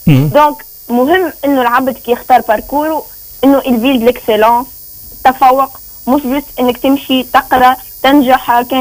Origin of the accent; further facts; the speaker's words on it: Tunisia; عندنا في تونس